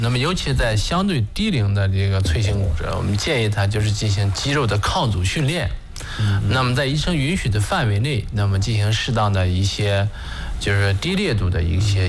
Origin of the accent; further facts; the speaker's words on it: China; 我们就是中国人日常生活中我们到底能摄入多少钙